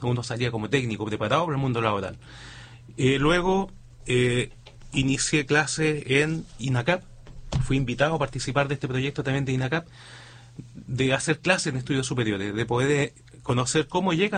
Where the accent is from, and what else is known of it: Iquique, Tarapacá, Chile; moved away as an adult; now in San Javier, Chile